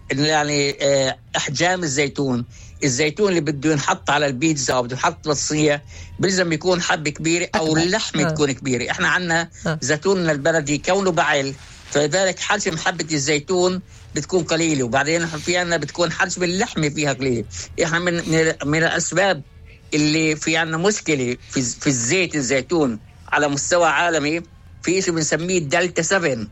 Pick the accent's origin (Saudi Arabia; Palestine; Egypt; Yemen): Palestine; في تراثنا الفلسطيني